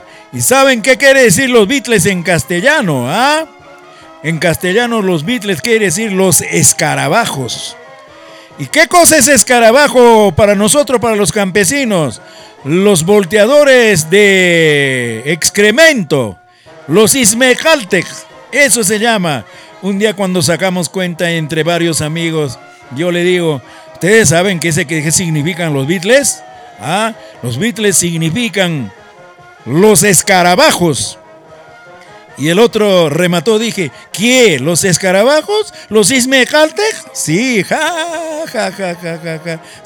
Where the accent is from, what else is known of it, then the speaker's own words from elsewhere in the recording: Ancash, Peru; En Ancash, señor, nosotros somos seguidores de Atusparia